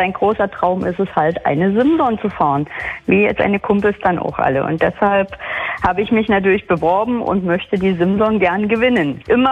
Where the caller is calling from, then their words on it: Niesky, Saxony, Germany; ich bin aus Nieski